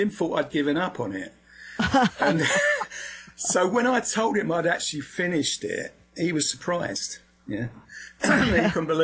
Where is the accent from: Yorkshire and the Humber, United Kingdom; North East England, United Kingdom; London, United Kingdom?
London, United Kingdom; No, I was brought up in Peckham, London, southeast London, so that's my acce